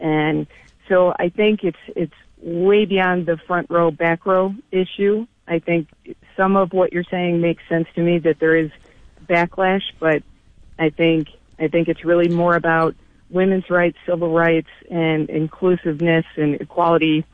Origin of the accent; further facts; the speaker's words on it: New York, United States; growing up in the Southern Tier, there are plenty of folks who actually did support Hillary Clinton